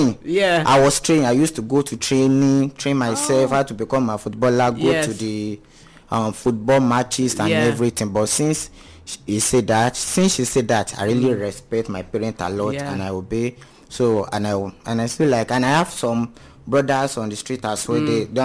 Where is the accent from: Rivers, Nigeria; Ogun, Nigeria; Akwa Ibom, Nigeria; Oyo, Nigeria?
Oyo, Nigeria; Ibadan; So I'm from Nigeria, Lagos, especially Ibadan. I'm from Ibadan.